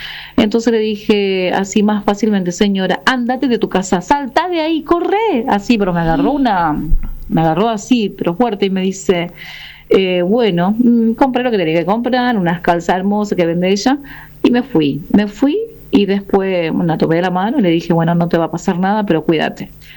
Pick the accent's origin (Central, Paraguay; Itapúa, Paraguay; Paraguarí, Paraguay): Paraguarí, Paraguay; Roque González de Santa Cruz; born there; accent: Paraguayan, Guarani-influenced; moved away; Sí, yo soy paraguaya, nacida en Roque González de Santa Cruz. Después de Carapeguá viene Roque González.